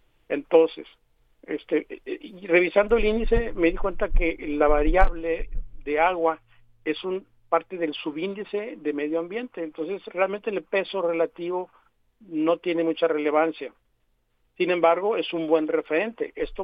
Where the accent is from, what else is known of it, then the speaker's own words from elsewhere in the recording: Guaymas, Sonora, Mexico; Yo soy de Guaymas, viví muy poco en Guaymas, pero yo recuerdo de niño... el agua de la llave era agua desalinizada